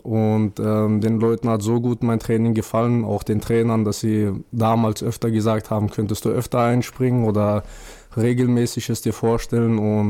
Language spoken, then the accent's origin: German; Dagestan, Russia; moved away; Ursprünglich bin ich aus Dagestan